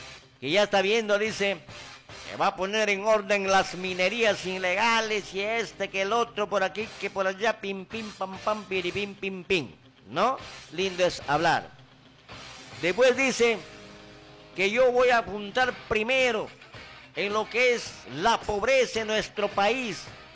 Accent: Peru

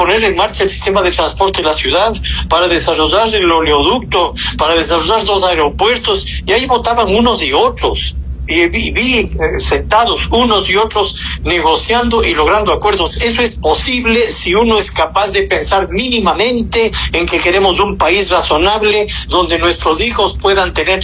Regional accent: Ecuador; como un ecuatoriano que ha dedicado casi 40 años a dar batallas cívicas toda su vida

